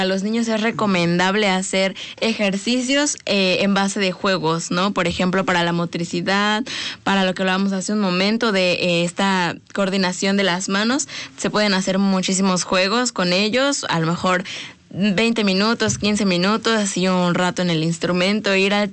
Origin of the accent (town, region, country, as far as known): Mexico